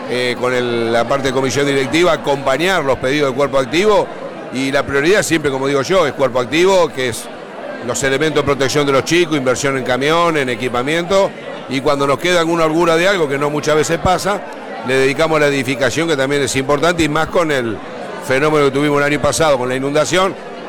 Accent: Ingeniero White, Buenos Aires Province, Argentina; yo soy nacido en el hospital de Ingeniero Guay. Trabajé en Ingeniero Guay, trabajo en Ingeniero Guay, hice el servicio militar en prefectura, soy bombero voluntario, o sea, toda mi vida pasó por Ingeniero Guay, vivo en Ingeniero Guay

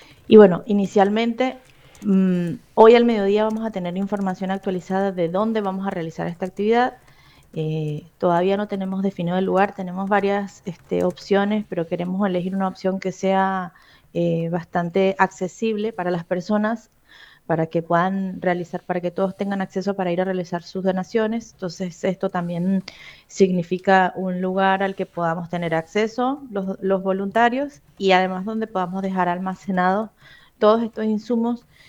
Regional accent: Venezuela; now in Bahía Blanca, Argentina; En la ciudad de donde soy inicialmente, en Venezuela, no afectó el terremoto.

